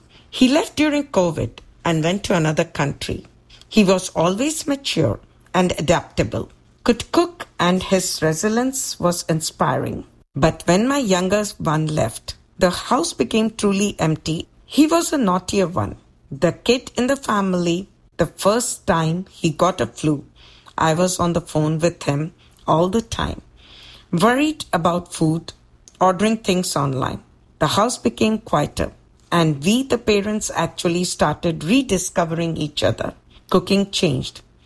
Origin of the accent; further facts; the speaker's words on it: California, United States; from California, USA. I'm a mother of two boys.